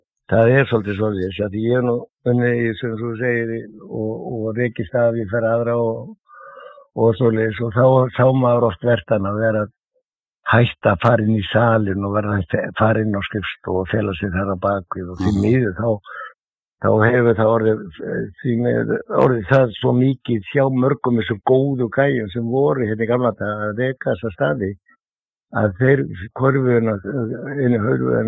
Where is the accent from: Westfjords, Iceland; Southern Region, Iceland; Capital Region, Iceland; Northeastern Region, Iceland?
Capital Region, Iceland; Reykjavík; ég er fæddur á uppalinn í Klefsholtinu